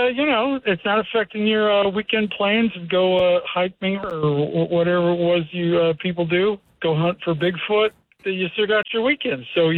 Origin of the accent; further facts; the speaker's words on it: Utah, United States; now in Connecticut, United States; Well, currently from Connecticut, but I grew up in Utah. So that usually gets the party going when I tell people that.